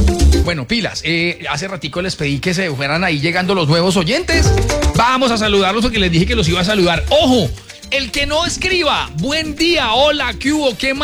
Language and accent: Spanish; Valle del Cauca, Colombia; Desde el norte del Valle del Cauca. Esta es mi tierra bonita, mi tierra preciosa, mi Valle del Cauca.